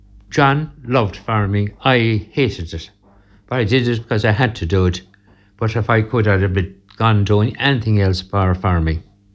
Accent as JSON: {"language": "English", "country": "Ireland", "also_born_or_lived": "England"}